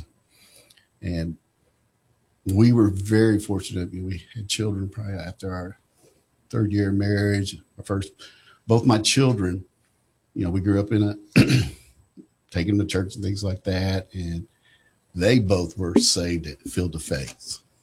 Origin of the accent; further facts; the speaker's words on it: Jacksonville, Arkansas, United States; I grew up in Jacksonville with Arkansas Tech.